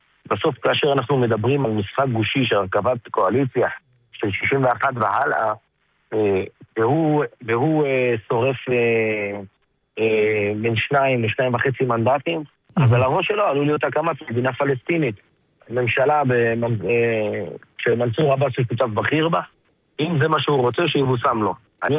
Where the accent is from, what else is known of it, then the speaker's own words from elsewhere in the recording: Ofakim, Southern District, Israel; אני מגיע מאופקים, אופקים עיר ליכודית מובהקת